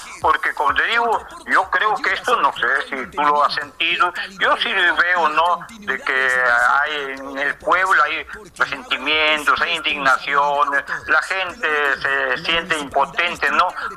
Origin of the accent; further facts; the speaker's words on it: Peru; acá somos peruanos